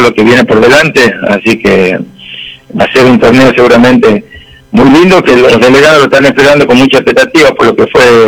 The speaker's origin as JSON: {"language": "Spanish", "country": "Argentina", "said": "Como todo argentino, frente al televisor"}